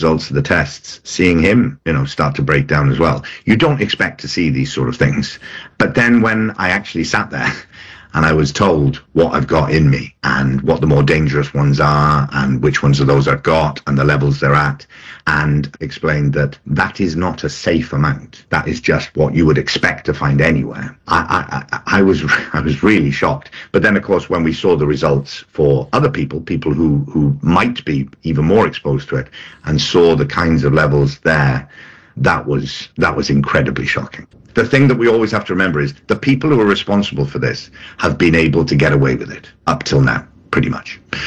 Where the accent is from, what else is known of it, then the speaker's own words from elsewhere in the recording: Newport, Wales, United Kingdom; I was born in Newport in South Wales